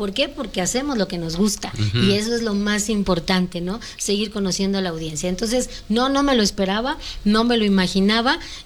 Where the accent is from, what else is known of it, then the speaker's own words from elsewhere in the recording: Campeche, Mexico; now in Mexico City, Mexico; yo soy de Campeche, no era de Ciudad de México, entonces no conocía mucho.